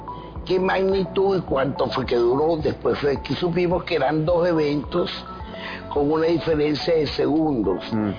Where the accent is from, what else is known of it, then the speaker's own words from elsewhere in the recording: Venezuela; como venezolana que soy